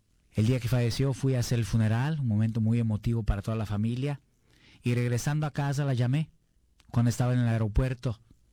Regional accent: Brazil; moved away; Yo crecí en Brasil, soy un padre misionero para los migrantes

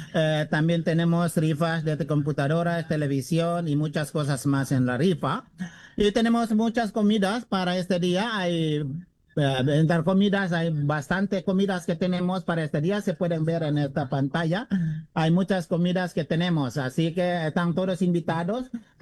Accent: Indonesia; now in Riverside, United States; Originalmente soy de Indonesia. Ya muchos años. Pues me vine aquí en Estados Unidos.

